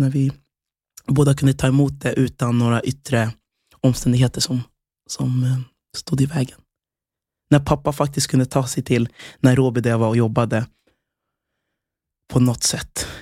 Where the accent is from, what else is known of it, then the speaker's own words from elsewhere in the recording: Nora, Örebro County, Sweden; born there; also born or lived in Västerås; det var i Nora utanför Örebro. Det var där jag växte upp som längst då, i Sverige. De åren, och de åren i Västerås där jag bodde också.